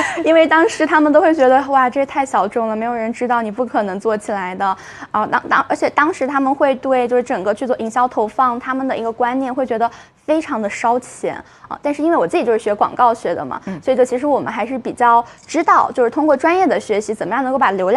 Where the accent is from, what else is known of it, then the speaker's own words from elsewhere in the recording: Mangshi, Yunnan, China; 知道了德宏，知道了芒市，知道了我的家乡。